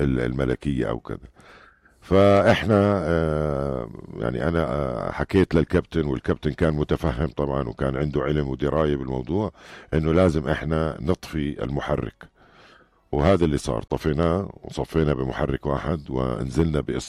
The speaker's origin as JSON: {"language": "Arabic", "country": "Jordan", "said": "هون عندنا بالاردن"}